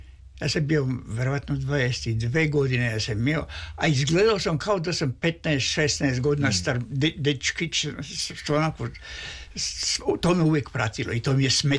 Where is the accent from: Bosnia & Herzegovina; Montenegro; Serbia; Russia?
Russia; Pored toga, ja sam bio Rus. To mnogi nisu volili.